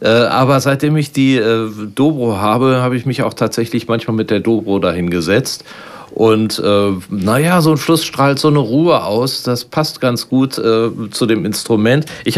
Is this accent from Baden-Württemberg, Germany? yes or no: no; Lower Saxony, Germany; Also ich bin ja an der Oka aufgewachsen